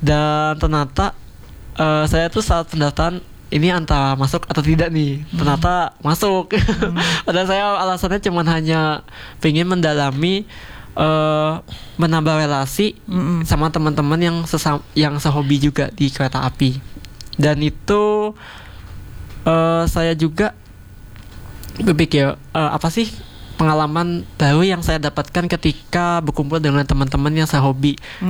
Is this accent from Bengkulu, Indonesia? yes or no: no; Bogor, West Java, Indonesia; accent: Jakarta; now in Jember, Indonesia; saya lahir di Kota Bogor, Ibu, Jawa Barat. Kemudian, tahun 2011-an itu saya pindah ke Jember dan hingga menetap di sini. Tapi untuk logat masih mempertahankan logat Jakarta.